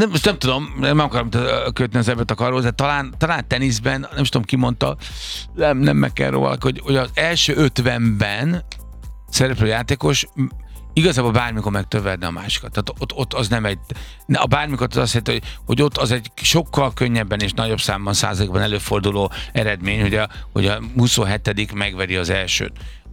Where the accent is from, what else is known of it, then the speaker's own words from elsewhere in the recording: Budapest, Hungary; én zuglói vagyok